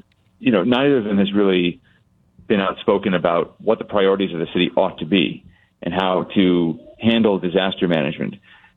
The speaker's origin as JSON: {"language": "English", "town": "Pacific Palisades", "region": "California", "country": "United States", "said": "I'm from the Palisades and my neighborhood burnt down even though my house survived."}